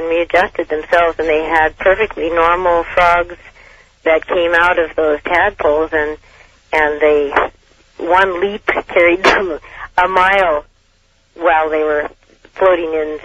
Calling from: Portland, Oregon, United States; I'm calling from Portland

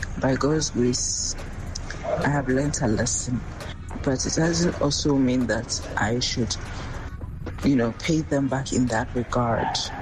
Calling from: Accra, Greater Accra, Ghana; I am from Cantonment.

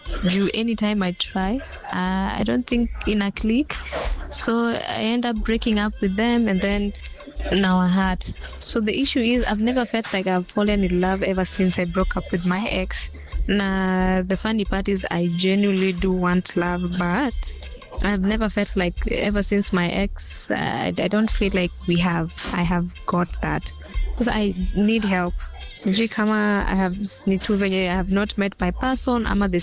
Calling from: Rongai, Kajiado County, Kenya; I'm 20 years and I'm from Rongai.

